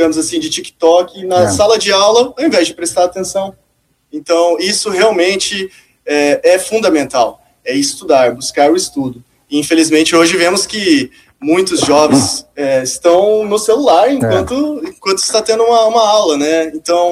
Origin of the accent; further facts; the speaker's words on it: Campo Grande, Mato Grosso do Sul, Brazil; moved away as an adult; now in Ponta Porã, Brazil; Eu sou de Campo Grande.